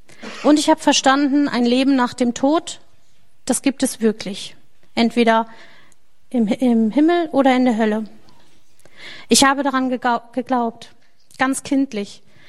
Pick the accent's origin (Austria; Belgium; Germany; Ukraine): Germany; Neuwied, Rhineland-Palatinate; born there; Ich bin in Neuwied geboren, das ist im Rheinland, und meine Eltern sind Christen.